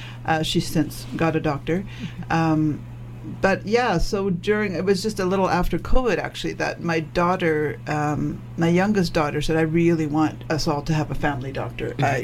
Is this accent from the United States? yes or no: no; Vancouver, British Columbia, Canada; I grew up in East Vancouver, immigrated to Canada when I was a young child